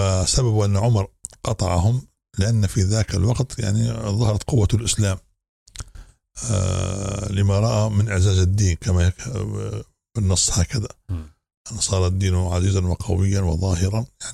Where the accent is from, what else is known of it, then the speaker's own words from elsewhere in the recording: Libya; وهذا عندنا باب غايب عندنا في ليبيا حقيقة جانب الدعوة